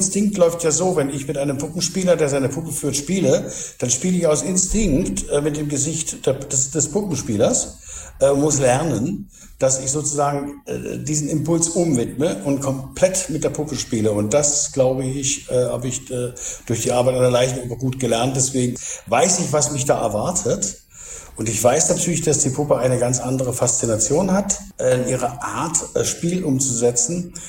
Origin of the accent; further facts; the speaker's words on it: Thuringia, Germany; born there; now in Berlin, Germany; Jahrgang 57, geboren in Thüringen, Weining und lebe an sich in Berlin seit der Schauspielschule